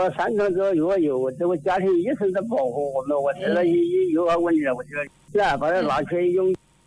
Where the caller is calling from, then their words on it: Tianmen, Hubei, China; 我是天门黄山。